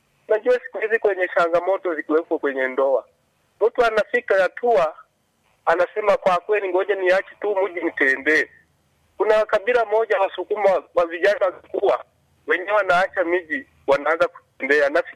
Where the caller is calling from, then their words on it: Tanzania; Hii ni sauti ya … kuboja pande zangu za Bugoji Kanderema.